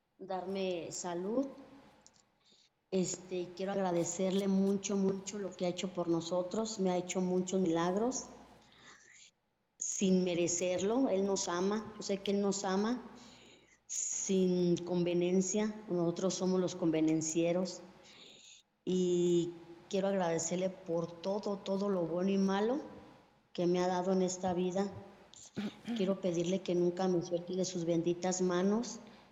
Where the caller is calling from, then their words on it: Ocotlán, Jalisco, Mexico; De aquí de Ocotlán, Jalisco.